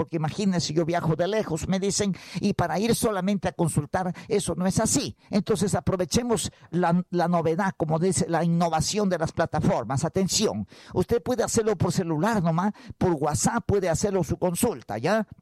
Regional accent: Huancabamba Province, Piura, Peru; now in Tarapoto, Peru; Pastor evangélico, siervo 10 años, adventista 5, nazareno. Nacido en la provincia de Huancabamba, Soluce, Salará, Sondorilio. Esa es mi tierra

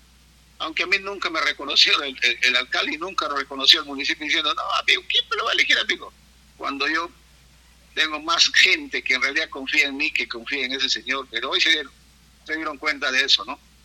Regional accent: Tocache, San Martín, Peru; born there; soy de Tocache, vivo en Tocache, soy un profesional hecho en Tocache, mis hijos son de Tocache, mis padres son de Tocache

